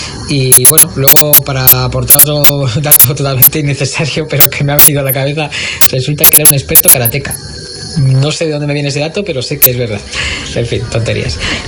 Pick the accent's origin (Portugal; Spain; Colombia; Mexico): Spain; Madrid, Community of Madrid; Hola, buenas … de Madrid.